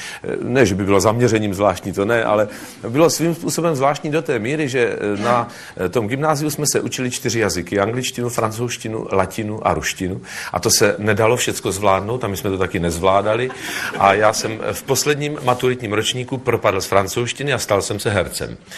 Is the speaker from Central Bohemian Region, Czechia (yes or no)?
no; Třebíč, Vysočina Region, Czechia; also born or lived in Brno; now in Prague, Czechia; že jsem přijel z Prahy kvůli tomu, abych si já, Třebíčák, s vámi povyprávil o Brně. Ale za chvilku pochopíte, že to tak úplně absurdní není. Já jsem tady v Brně přece strávil 25 let